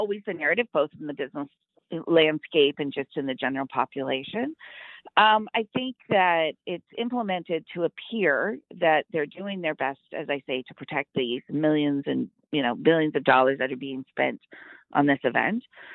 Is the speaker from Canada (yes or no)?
yes; London, Ontario, Canada; I'm from London area, so there you go.